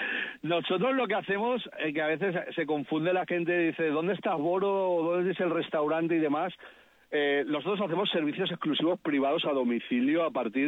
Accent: Valencia, Valencian Community, Spain; Yo soy valenciano, nacido en Valencia, de padre y madre valencianos.

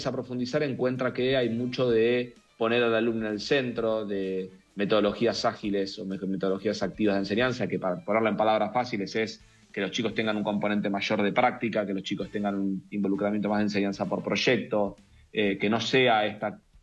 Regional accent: Argentina; no hay ningún impedimento para que nosotros como argentinos lo podamos hacer.

